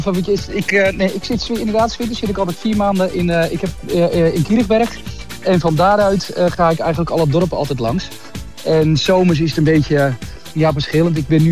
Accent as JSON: {"language": "Dutch", "region": "North Holland", "country": "Netherlands", "said": "En ik moet zeggen, ik kom natuurlijk uit Noord-Holland. En daar zijn de kermissen."}